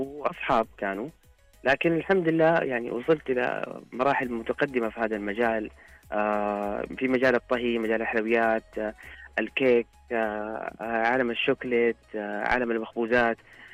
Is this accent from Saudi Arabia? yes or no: yes; Saudi Arabia; يعني بالعكس احنا هنا كسعوديين او شعب سعودي